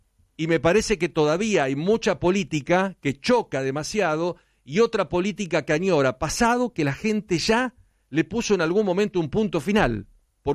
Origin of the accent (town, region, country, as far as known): Argentina